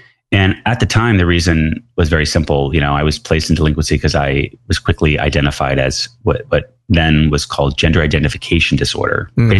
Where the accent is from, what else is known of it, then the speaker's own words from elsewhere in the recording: New York City, New York, United States; growing up in New York City